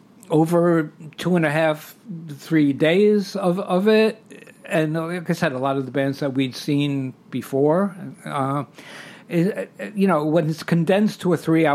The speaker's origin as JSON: {"language": "English", "town": "New York City", "region": "New York", "country": "United States", "tie": "born or raised there", "said": "speaking like as a New Yorker, as a chauvinistic New York City kid"}